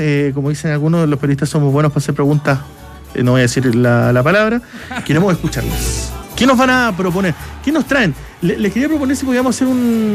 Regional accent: Punta Arenas, Magallanes, Chile; yo soy de Punta Arena, me tocó ir al Festival de la Patagonia.

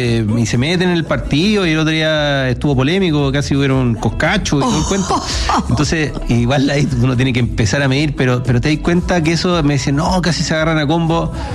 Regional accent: Viña del Mar, Valparaíso, Chile; Y yo soy de Iña.

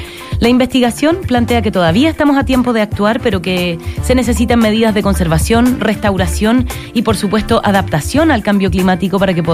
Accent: Chile; yo creo que para nuestra identidad cultural completa como chilenos.

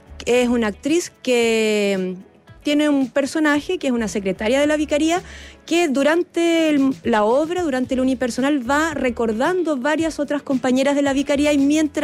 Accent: Chiloé, Los Lagos, Chile; moved away; also born or lived in Santiago / Puerto Montt; Yo soy chilota.

